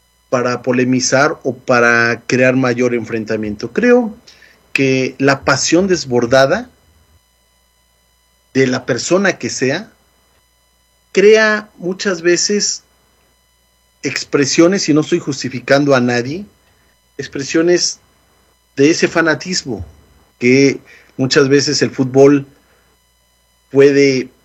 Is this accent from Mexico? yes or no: yes; Mexico; now in United States; nosotros también como mexicanos, sobre todo como migrantes mexicanos, muchos de nosotros tenemos grandes conocidos y grandes amigos argentinos.